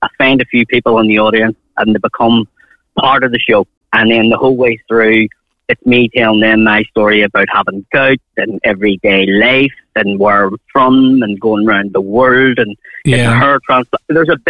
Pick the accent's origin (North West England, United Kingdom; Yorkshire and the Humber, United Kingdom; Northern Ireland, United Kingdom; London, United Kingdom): Northern Ireland, United Kingdom; Belfast; being Irish or where you're from in Belfast